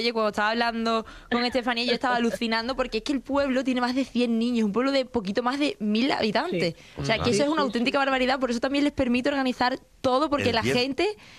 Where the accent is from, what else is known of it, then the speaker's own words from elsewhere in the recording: Badajoz, Extremadura, Spain; incluso yo que soy de Badajoz, nos vamos a animar ya a Valle de Santana este fin de semana